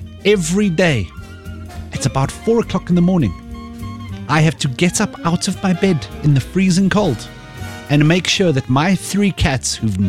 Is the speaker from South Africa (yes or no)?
yes; South Africa